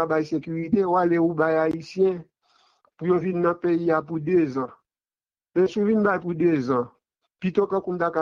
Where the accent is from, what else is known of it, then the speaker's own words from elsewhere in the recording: Haiti; On est haïtien, ce n'est pas chita qui n'a pas un paquet de monde.